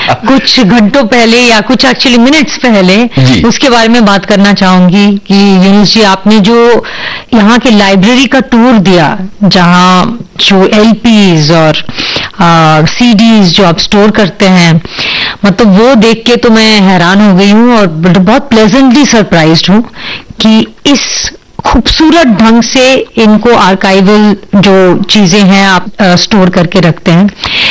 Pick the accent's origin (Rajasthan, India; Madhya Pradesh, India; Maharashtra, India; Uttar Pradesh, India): Maharashtra, India; Pune; born there; मैं एक्चुअली पुणे में पैदा हुई थी